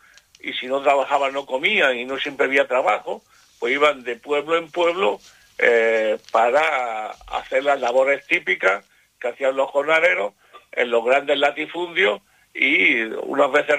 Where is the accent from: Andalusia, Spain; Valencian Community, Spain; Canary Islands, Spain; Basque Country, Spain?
Canary Islands, Spain; Entre los gandules, los primeros somos los canarios y los andaluces.